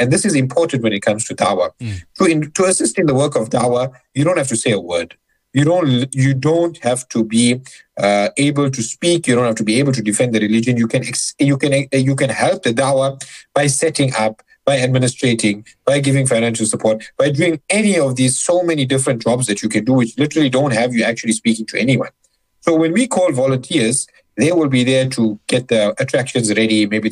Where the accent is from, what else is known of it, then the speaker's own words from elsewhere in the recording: Durban, KwaZulu-Natal, South Africa; specifically Northcliff, so that's in Johannesburg, and I'm from Durban, but I'll be flying up on Saturday morning just for this.